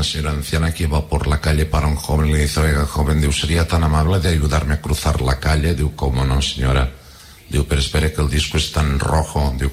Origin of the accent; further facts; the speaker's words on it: Catalonia, Spain; Y hace 3 años fue precisamente mi tierra, Cataluña, una de las zonas más afectadas.